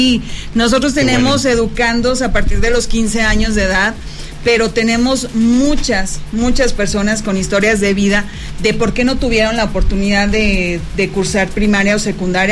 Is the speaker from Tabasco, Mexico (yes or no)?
no; Fresnillo, Zacatecas, Mexico; De Fresnillo, gracias, bueno, a Dios, fresnillense.